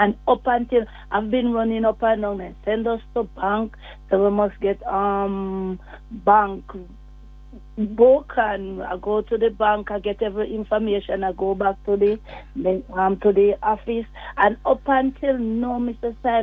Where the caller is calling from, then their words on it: Westmoreland, Jamaica; I'm calling from Westmoreland.